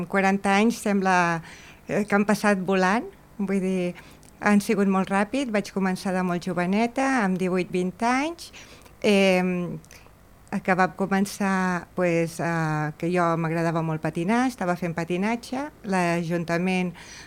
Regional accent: Mataró, Catalonia, Spain; born there; also born or lived in Badalona; now in Argentona, Spain; jo sóc nascuda a Mataró.

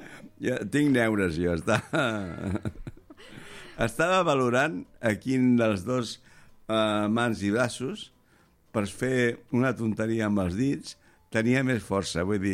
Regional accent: Barcelona, Catalonia, Spain; moved away as an adult; now in Argentona, Spain; Jo sóc de Barcelona i encara que porto molt temps aquí, tant en quant se m'escapa una espanyolada.

